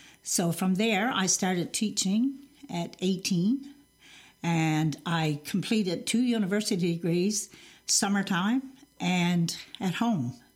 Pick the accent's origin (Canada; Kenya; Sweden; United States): Canada; North Point, Newfoundland and Labrador; I grew up in North Point.